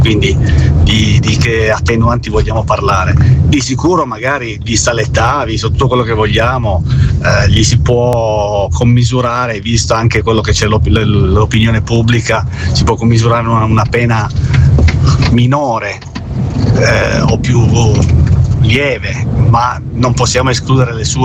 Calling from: Turin, Piedmont, Italy; da Torino.

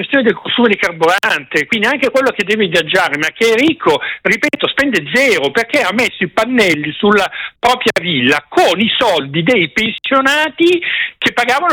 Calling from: Brianza, Lombardy, Italy; io abito in Brianza, cioè la regione più ricca d'Italia, no?

